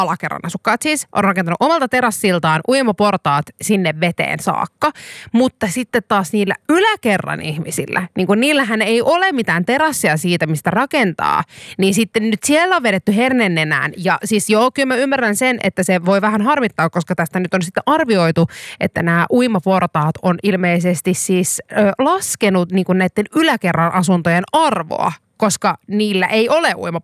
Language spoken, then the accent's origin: Finnish; Kuopio, North Savo, Finland; koska olen Kuopiosta kotoisin, niin isälläni on vene.